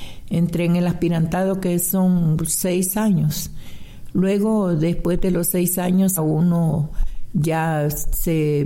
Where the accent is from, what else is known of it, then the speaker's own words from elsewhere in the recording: El Progreso, Yoro, Honduras; soy nacida en El Progreso, Yoro, y mis padres de Santa Rosa de Copán y Santa Bárbara, que vinieron a la costa norte a trabajar. Así que allí crecí en la ciudad del Progreso.